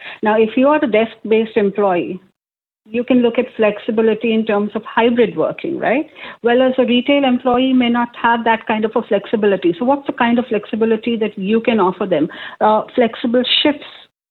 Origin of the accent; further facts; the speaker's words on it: India; moved away; I come from India